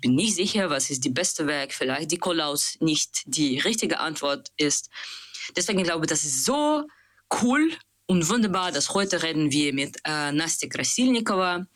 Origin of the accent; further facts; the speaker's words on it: Russia; German is a second language; moved away; Ich bin Anarchist und Aktivist und Feminist. Ich bin aus Russland